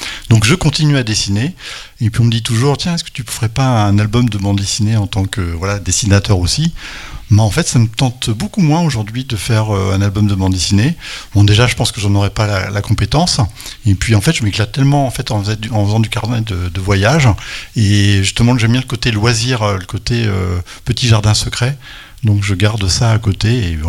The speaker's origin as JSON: {"language": "French", "region": "Normandy", "country": "France", "said": "parce que je suis normand"}